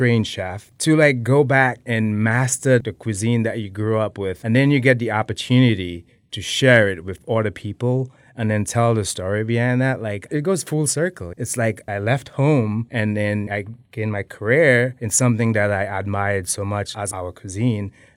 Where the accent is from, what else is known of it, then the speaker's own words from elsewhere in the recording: St. Lucia; moved away; me growing up in St. Lucia, like rural part of St. Lucia. Like, you know, I grew up with outhouses, so it's no electricity, no running water.